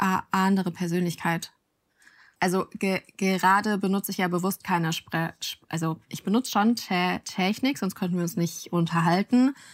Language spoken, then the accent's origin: German; Cologne, North Rhine-Westphalia, Germany; ich komme aus Köln